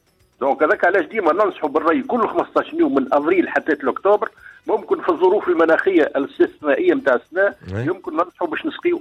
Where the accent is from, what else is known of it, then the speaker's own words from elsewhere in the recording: Tunisia; أما الأصناف اللي عندنا في تونس المعروفين برشا